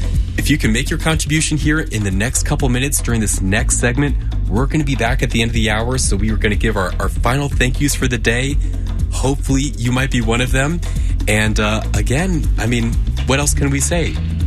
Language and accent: English; Charlotte, North Carolina, United States; I grew up in Charlotte.